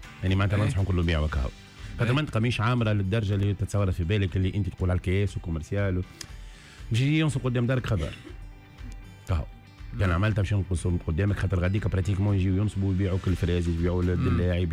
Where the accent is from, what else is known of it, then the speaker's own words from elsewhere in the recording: Tunisia; انا وقت تونسي